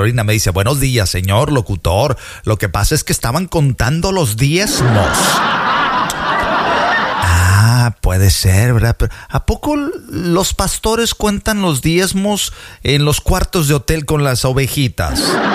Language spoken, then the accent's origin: Spanish; Tierra Blanca, Veracruz, Mexico; dicen allá en mi pueblo, en Tierra Blanca, Veracruz